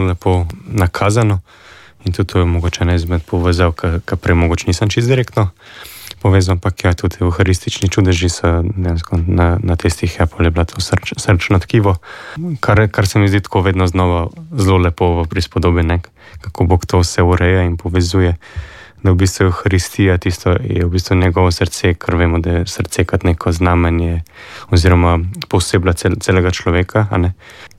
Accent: Ljubljana, Central Slovenia, Slovenia; ker sem iz Ljubljane

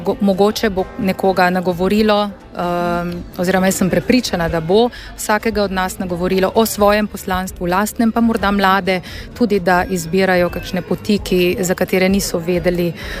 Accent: Nova Gorica, Goriška, Slovenia; Sveta Gora je tudi zame osebno en sveti prostor, kamor se rada ponovno in ponovno vračam, ker sem tukaj iz Nove Gorice zelo blizu

